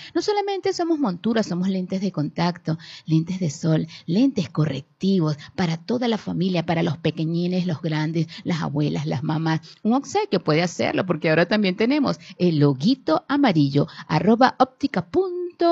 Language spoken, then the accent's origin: Spanish; Caracas, Capital District, Venezuela; que la compuso por supuesto … honor a mi ciudad natal, a la capital de Venezuela.